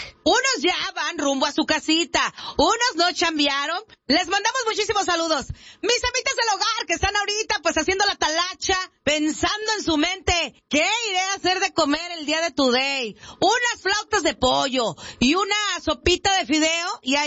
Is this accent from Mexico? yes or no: yes; Zacatecas, Mexico; moved away; Me acuerdo en mi infancia por allá en Zacatecas.